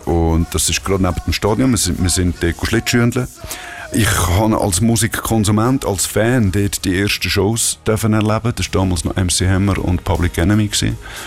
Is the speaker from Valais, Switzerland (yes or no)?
no; Zurich, Switzerland; Ich bin als Kind in Schwamendingen aufgewachsen. Schwamendingen ist ein Arbeiterquartier, ein Arbeiterviertel, Genossenschaftsblöcke und Wohnungen. Und das ist gerade neben dem Stadion.